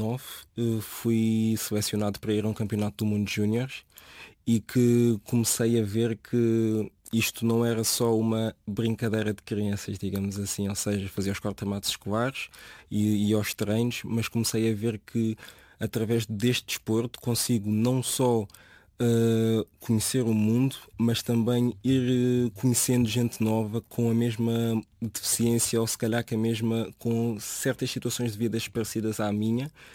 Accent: Portugal; born there; tenho 23 anos e faço atletismo adaptado. Nasci cá em Portugal, os meus pais são de São Tomé e Príncipe.

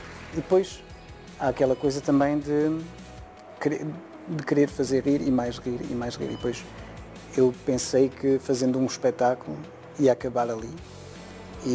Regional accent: Luxembourg; also born or lived in Strasbourg, France; Nasci no Luxemburgo, os meus pais conheceram-se no Luxemburgo, pronto, fiz a escola aqui. Fiz os meus estudos na França, estive em Estrasburgo durante 5 anos para fazer o meu diploma de psicólogo. E depois voltei para o Luxemburgo

